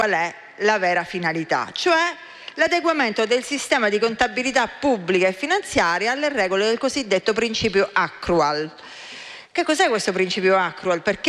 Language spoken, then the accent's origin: Italian; Sicily, Italy; da siciliana e quindi da persona del sud